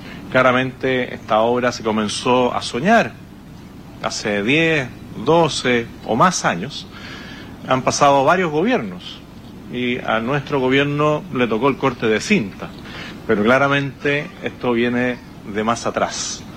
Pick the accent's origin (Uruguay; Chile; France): Chile; somos todos chilenos